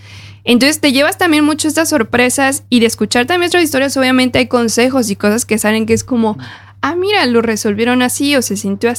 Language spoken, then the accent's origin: Spanish; Aguascalientes, Mexico; moved away; yo soy hidrocálida, yo soy de Aguascalientes, y ahí tenemos nuestra versión del mole